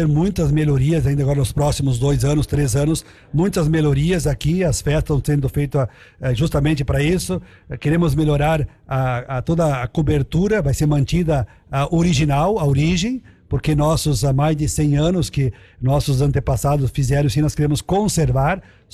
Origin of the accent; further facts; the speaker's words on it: Rio Grande do Sul, Brazil; lá em Vila Cruz, no interior de Nova Paulo, na minha terra, no meio de um mato, lá do lado do campo de futebol, eu tinha 5 anos